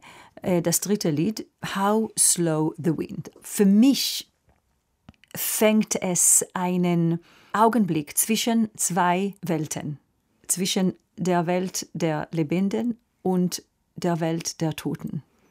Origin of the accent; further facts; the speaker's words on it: Israel; German is a second language; Meine Heimat ist aber Israel, wird immer Israel sein. Es ist ein sehr besonderes Land mit allem Schmerz und Probleme. Und ich fühle eine sehr tiefe Verbindung. Vielleicht, weil meine Kindheit da war